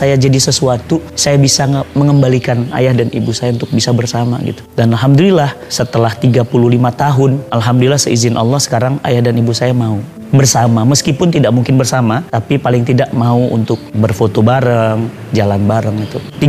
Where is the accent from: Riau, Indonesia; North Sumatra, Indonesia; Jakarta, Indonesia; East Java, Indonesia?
North Sumatra, Indonesia; Medan; born there; now in Bogor, Indonesia; Saya itu dilahirkan di Medan, tapi ayah saya Sunda, ibu saya Jawa, Jogja, Klaten ya. Lahir di Medan dan saya dua bersaudara. Dan alhamdulillah sekarang saya tinggal di Bogor